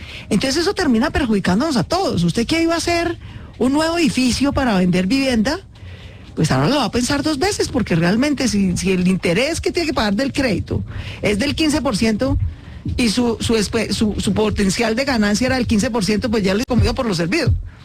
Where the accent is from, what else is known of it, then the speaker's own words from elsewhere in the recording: Colombia; pues como somos colombianos, ¿cierto?